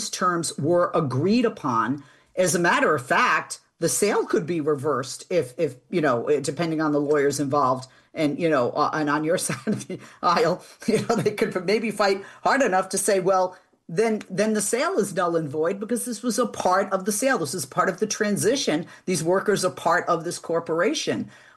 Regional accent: Boston, Massachusetts, United States; But I got to tell you, you know, and I'm from Boston, that, you know, you guys beat us in winters and resilience and stuff like that.

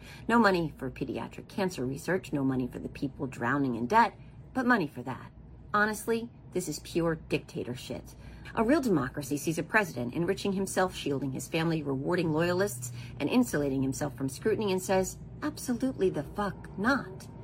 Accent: United States

